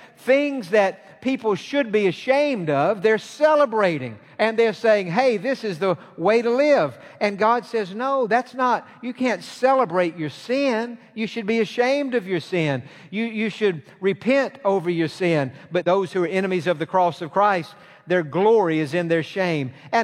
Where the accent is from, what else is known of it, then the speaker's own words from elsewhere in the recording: East Point, Georgia, United States; I was born in Georgia, Atlanta, Georgia. Actually, I was born in East Point, which East Point is to Atlanta what Bel Air is to Houston. It's just right there attached to it. But I'm from Georgia. All of my family is from Georgia.